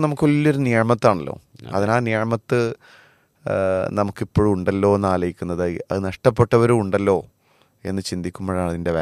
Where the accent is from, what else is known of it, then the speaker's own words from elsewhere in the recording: Kinavakkal, Kerala, India; ഞാൻ ജനിച്ചത് വളർന്നതൊക്കെ കൂത്തുപറമ്പിനടുത്ത് കിണവക്കലിലാണ്. കൂത്തുപറമ്പിനടുത്താണ്.